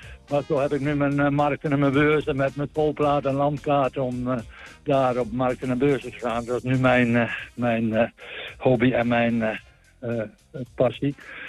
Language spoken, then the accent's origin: Dutch; Friesland, Netherlands; moved away as an adult; also born or lived in Steenwijk / Huizen / Tilburg / Haarlemmermeer; now in Nieuw-Vennep, Netherlands; Ik ben Fries geboren in de Stellingwerven. En heb daar tot mijn 20ste gewoond.